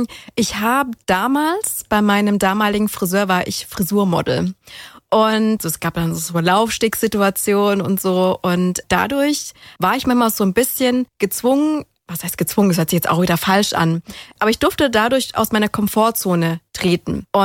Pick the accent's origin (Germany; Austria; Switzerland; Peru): Germany; ich komme ja nicht ursprünglich aus Convestheim und ich bin ja auf dem Land groß geworden mit Einwohnerzahl von 900. Da kennt jeder jeden.